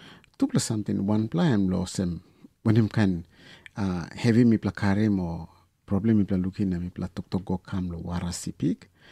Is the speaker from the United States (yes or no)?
no; East Sepik, Papua New Guinea; now in Brisbane, Australia; I'm from the Nungusume clan of the Sepik River Yatmul culture and language.